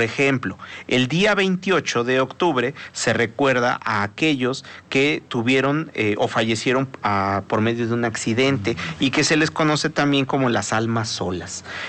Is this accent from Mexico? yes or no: yes; Mexico; nosotros como mexicanos, al tener pues de vecino... tan cerquita a una potencia mundial